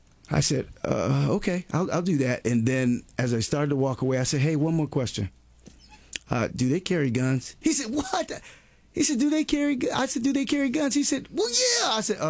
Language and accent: English; Akron, Ohio, United States; Now, I come from Akron, very small community.